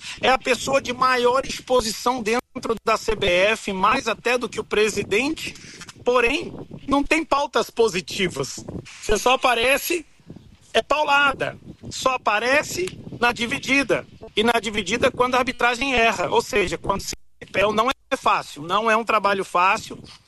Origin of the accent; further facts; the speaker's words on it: Brazil; born there; moved away as an adult; also born or lived in United States; Eu me mudei dos Estados Unidos para o Brasil, voltei para o meu país, né? O meu país natal, a minha nação, meu país que eu amo, mas eu estava nos Estados Unidos a trabalho. Estava há 8 anos já.